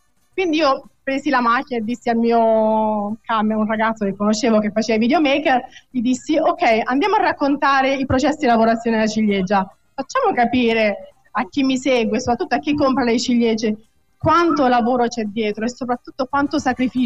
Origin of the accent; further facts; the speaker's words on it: San Benedetto del Tronto, Marche, Italy; also born or lived in Grottammare; io vengo da San Benedetto e Tronto, la mia città di origine, dove nasco, dove sono nata. A oggi sono un'operatrice al centro agroalimentare Riminese, quindi mi divido tra le Marche e l'Emilia Romagna.